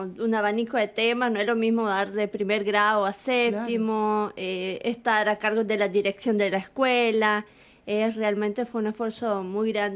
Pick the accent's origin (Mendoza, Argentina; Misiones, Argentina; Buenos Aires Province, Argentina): Misiones, Argentina; Colonia Aurora; para mí igual fue un privilegio haber nacido ahí, porque hoy en día soy bilingüe, bueno, estoy con inglés, entonces sería trilingüe.